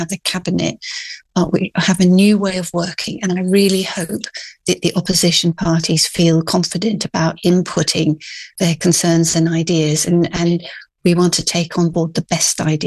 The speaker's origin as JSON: {"language": "English", "country": "Hong Kong", "tie": "born or raised there", "said": "And I grew up in Hong Kong, which was a colony, and I think was probably more British."}